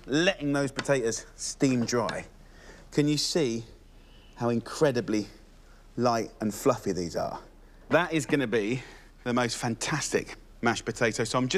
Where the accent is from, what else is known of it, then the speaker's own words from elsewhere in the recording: United Kingdom; I'm being so British, I'm like, which way does the queue start?